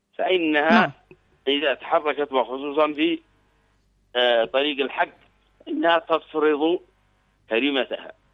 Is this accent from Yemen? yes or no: yes; Yemen; ونحن كيمنيين متساوون على أرض اليمن